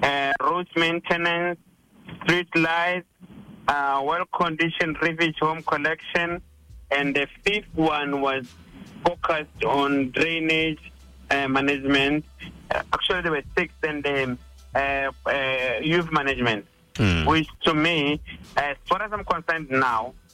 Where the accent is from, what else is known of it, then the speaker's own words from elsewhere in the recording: Phakalane, South-East District, Botswana; I grew up in Phakalane where my mother was working as a domestic worker, and I learned Phakalane lifestyle